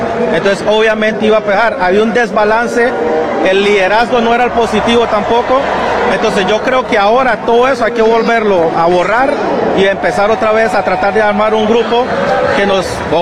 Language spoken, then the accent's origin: Spanish; Costa Rica